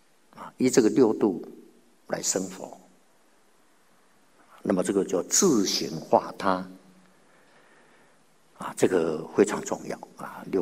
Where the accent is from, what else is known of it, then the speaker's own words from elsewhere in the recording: China; now in Australia; 那明天中秋节啊，那么大家呢也从中国啊来到澳洲啊，那我们都是外国人啊，来到这里啊